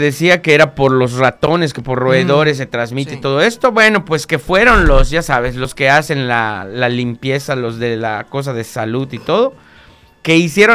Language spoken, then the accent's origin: Spanish; Venezuela; Soy de Venezuela, fíjate.